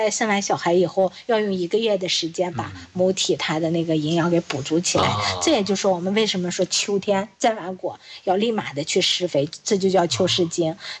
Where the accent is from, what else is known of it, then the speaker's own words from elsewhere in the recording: China; 因为我们中国人还是颜值社会嘛